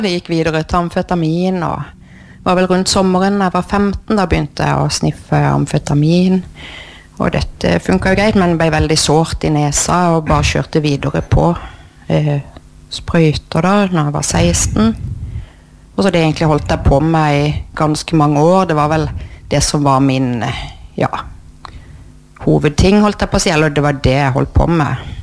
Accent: Kristiansand, Agder, Norway; og jeg er oppvokst på Slettøya da, sammen med min mor.

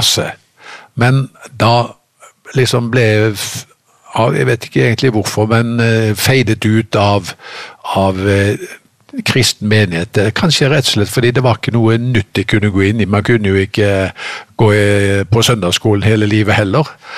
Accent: Haugesund, Rogaland, Norway; Ja, jeg kommer jo da fra Haugesund opprinnelig, selv om dialekten litt avslept med årene, for jeg har bodd mange steder, så er det Haugesund som fødebyen.

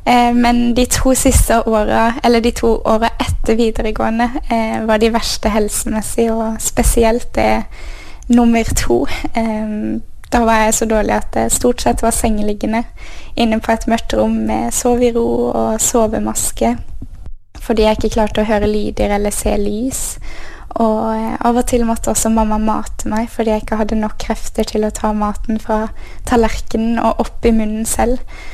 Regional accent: Froland, Agder, Norway; also born or lived in Bergen; Jeg er født i Froland, eller Arendal sykehus. Men vi flyttet til Bergen da jeg var 4 år, og der bodde vi 10 år før vi flyttet tilbake igjen til Froland

